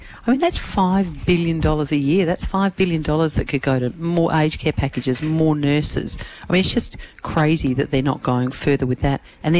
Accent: Renmark, South Australia, Australia; my hometown in Renmark.

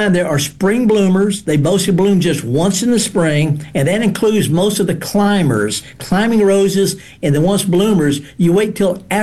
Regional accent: Mississippi Delta, United States; Okay. Now, I'm from the Delta.

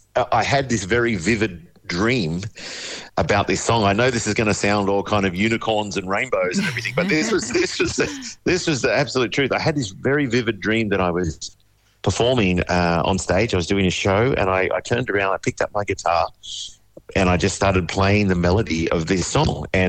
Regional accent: Wagga Wagga, New South Wales, Australia; I grew up in Wagga Wagga and spent sort of 30 years living there, and so I have a real soft spot for regional communities

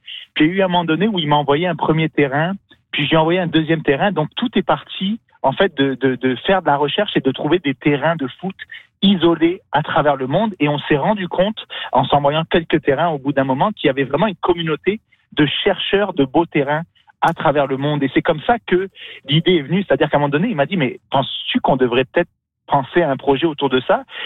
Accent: Niger; born there; Moi, je suis né au Niger, en Afrique de l'Ouest, un pays très, très pauvre. J'étais dans la classe moyenne.

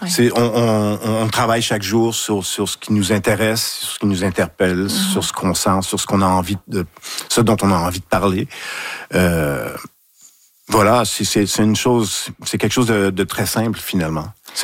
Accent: Saguenay, Quebec, Canada; C'est le milieu d'où je viens. Je viens de Saguenay. J'ai été éduqué, élevé à côté de l'usine

